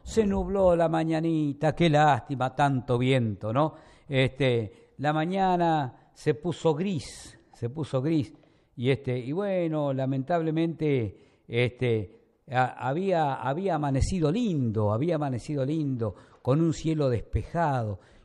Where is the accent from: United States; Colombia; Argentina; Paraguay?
Argentina; nos interesen como argentinos